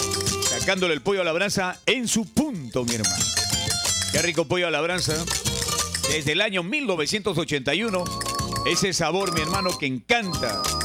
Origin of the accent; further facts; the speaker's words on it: Peru; Nosotros los peruanos nos sentimos felices.